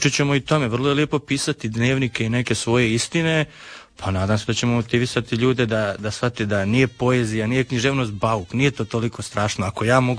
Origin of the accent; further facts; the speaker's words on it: Bosnia & Herzegovina; Znači, ja sam iz Bosne, jedva sam završio osnovne studije, sada predajem tamo studentima.